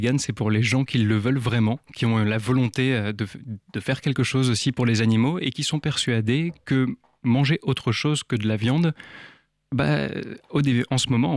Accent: Arcachon, Nouvelle-Aquitaine, France; moved away; also born or lived in Menton; je suis aussi du sud-ouest d'Arcachon, j'ai vécu à Menton, aux abords de Monaco

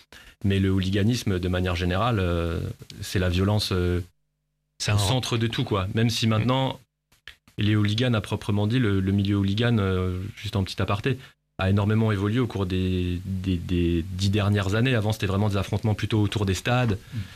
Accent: Metz, Grand Est, France; Moi, je suis originaire de Metz.

